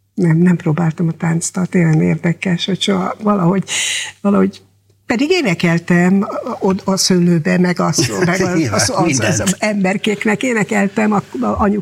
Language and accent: Hungarian; Eger, Heves, Hungary; Egri, igen